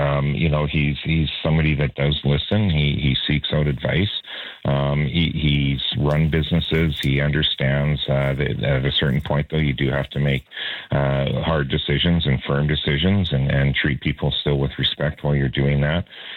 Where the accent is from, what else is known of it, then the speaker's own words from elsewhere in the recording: British Columbia, Canada; we'd benefit greatly as British Columbians